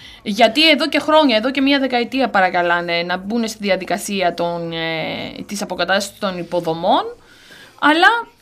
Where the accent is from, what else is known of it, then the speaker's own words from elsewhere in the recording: Kavala, Eastern Macedonia and Thrace, Greece; moved away; στην πόλη μου την Καβάλα